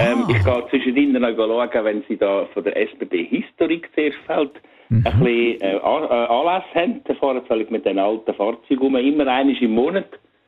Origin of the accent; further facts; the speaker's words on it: Andermatt, Uri, Switzerland; Der Bruder ist Eisenbändler, aber die sind Andermatt. Ich bin in Andermatt aufgewachsen.